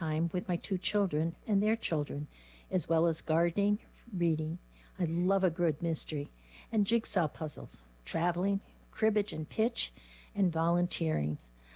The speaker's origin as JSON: {"language": "English", "town": "Agawam", "region": "Massachusetts", "country": "United States", "said": "I'm from Agawam, and I retired from Springfield College several years ago."}